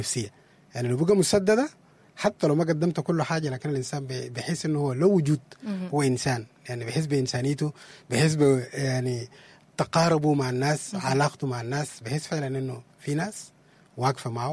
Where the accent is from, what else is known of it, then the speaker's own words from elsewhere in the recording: Sudan; ذكرياتنا احنا كسودانيين وكذا، يعني كسودان زمان الطفل او بيتربى مع الناس كلهم